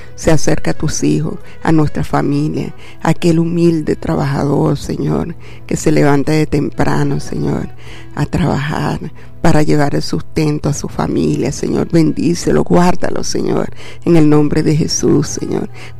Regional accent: Venezuela; como venezolano, actuamos de mala manera ante un tropiezo

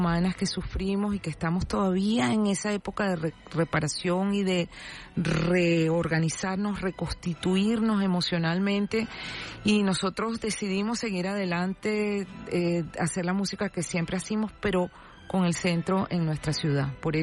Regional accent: Caracas, Capital District, Venezuela; como venezolanos, como caraqueños

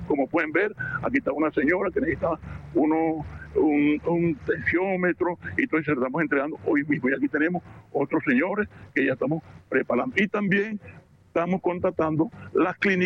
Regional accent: Margarita Island, Nueva Esparta, Venezuela; como buen margariteño y como buen venezolano.

